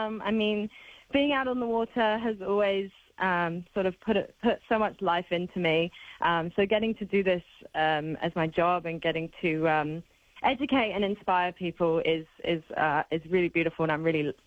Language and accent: English; South West England, United Kingdom; moved away as an adult; now in Australia; I'm originally from the UK. I was born in Cornwall, right down in the southwest of the UK. I always grew up around the ocean.